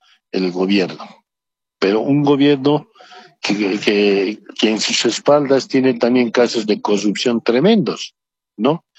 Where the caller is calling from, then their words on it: El Alto, La Paz, Bolivia; de la Ciudad del Alto